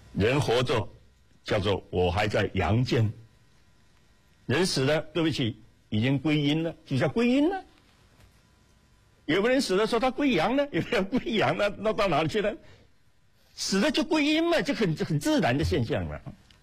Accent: China; 我想我们中国人向自然学习的东西太多太多了。

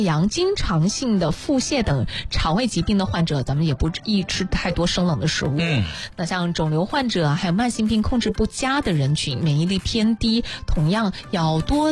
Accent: Xuzhou, Jiangsu, China

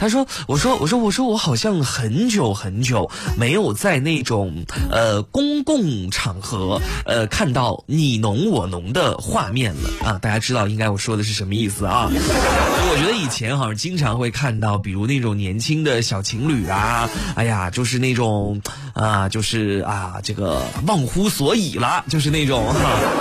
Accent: China

